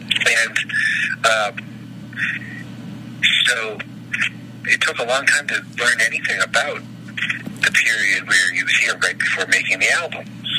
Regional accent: Boston, Massachusetts, United States; like you said, I'm here from Boston

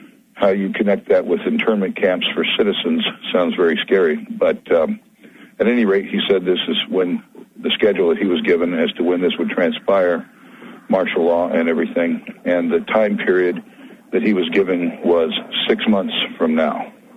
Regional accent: Las Vegas, Nevada, United States; I'm an evangelist from Las Vegas, Nevada.

